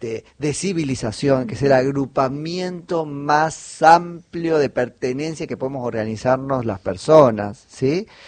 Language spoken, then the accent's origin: Spanish; Argentina; somos argentinas